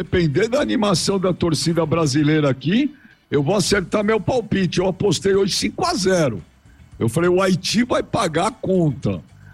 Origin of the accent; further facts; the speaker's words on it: Brazil; Eu falei, caramba, eu fiz as porra, sou do Brasil.